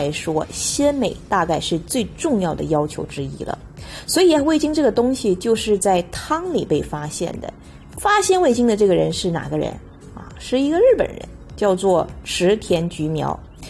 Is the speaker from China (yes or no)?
yes; China; 我们中国人